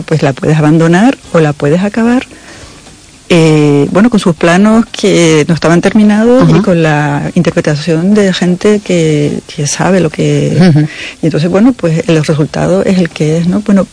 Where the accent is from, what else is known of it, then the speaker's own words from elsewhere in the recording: Spain; yo desde luego como española me siento muy, muy orgullosa que en mi país haya gente así en la historia